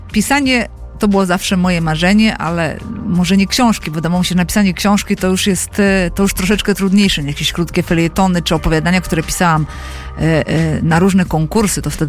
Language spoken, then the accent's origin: Polish; Pomeranian Voivodeship, Poland; born there; moved away; also born or lived in Poznań; gdzie się urodziłam, to jest na Pomorzu. Piękne miejsce